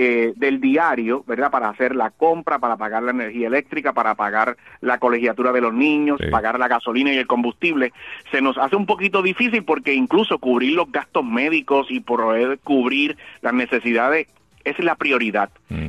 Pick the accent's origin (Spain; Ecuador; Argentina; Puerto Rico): Puerto Rico; Mi mamá me enseñó en mi casa, aquí en Puerto Rico